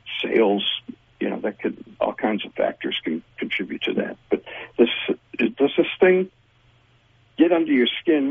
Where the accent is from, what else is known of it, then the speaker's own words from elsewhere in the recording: Detroit, Michigan, United States; I'm this bum from Detroit, man. But I grew up in the middle of a very rich musical milieu. So I went back to Detroit